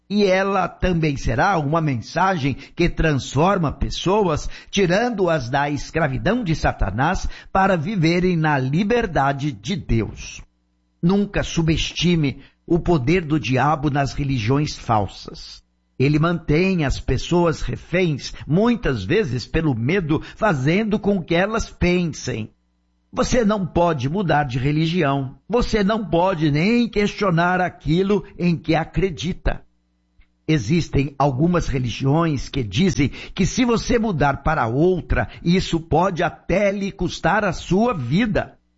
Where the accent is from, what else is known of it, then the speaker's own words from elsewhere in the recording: Canada; Na fazenda em que fui criado, lá no Canadá